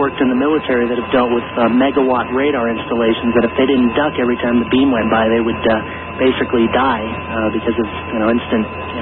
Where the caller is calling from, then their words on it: Burbank, California, United States; I'm calling from Burbank